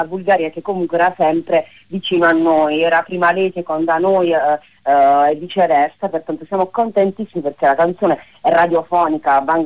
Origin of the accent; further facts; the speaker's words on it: Apulia, Italy; ci appartiene in quanto pugliesi, nati di Polignano a Mare